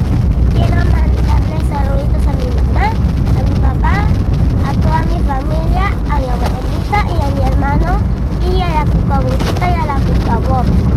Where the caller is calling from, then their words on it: Ensenada, Baja California, Mexico; de Ensenada.